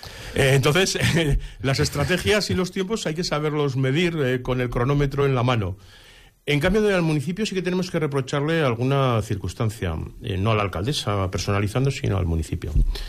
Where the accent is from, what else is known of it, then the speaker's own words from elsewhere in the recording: Pozondón, Aragon, Spain; en la sede de Ser Teruel me siento como en mi casa porque, como he dicho, soy de Teruel, soy de Pozondo.